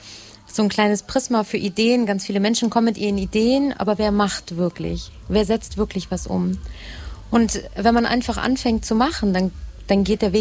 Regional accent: Hamburg, Germany

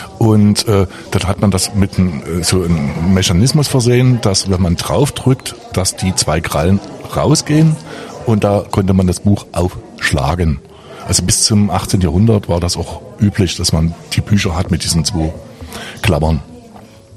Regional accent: Scotland, United Kingdom; Aber die Grundgeschichte ist im Prinzip das schottisch. Deswegen als Schotte finde ich immer interessant, dass man mir die Frage immer stellt.

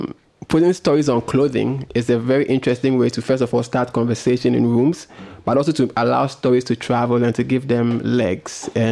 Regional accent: Accra, Greater Accra, Ghana; I'm an artist from Ghana. I live mainly in Accra.

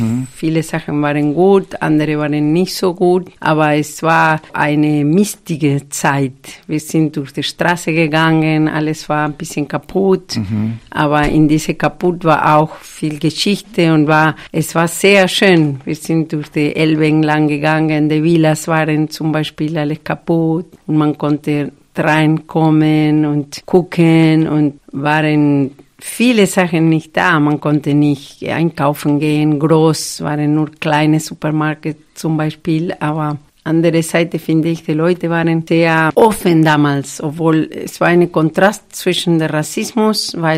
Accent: Argentina; German is a second language; moved away as an adult; also born or lived in Bielefeld; now in Dresden, Germany; So, ich komme aus Argentinien

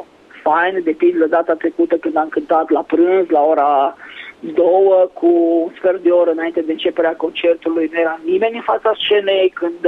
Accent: Maramureș County, Romania; noi de pildă trupa … în zona asta de, de Maramureș suntem foarte cosmopoliți. Adică suntem și români, și maghiari, poale are sânge și de neam, și de italian, eu și de slovac și polonezi.

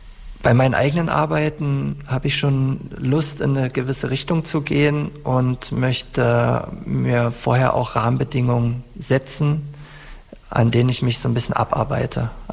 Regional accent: East Germany, Germany; meinen eigenen persönlichen Erinnerungen an meine Kindheit in der DDR und an meine Jugend im wiedervereinigten Deutschland.

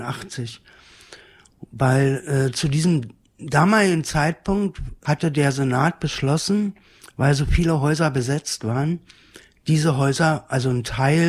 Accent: Berlin, Germany; born there; Also ich bin in Berlin-West geboren.

